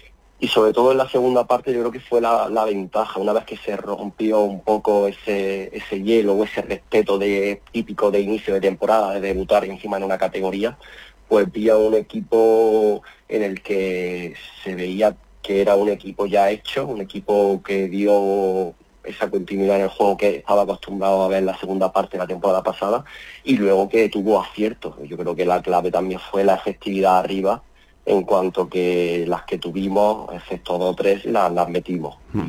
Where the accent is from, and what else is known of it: Jaén, Andalusia, Spain; now in Barcelona, Spain